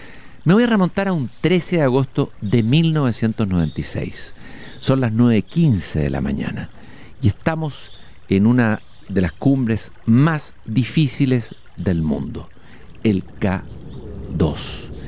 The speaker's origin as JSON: {"language": "Spanish", "country": "Chile", "said": "nos enorgulleció como chilenos"}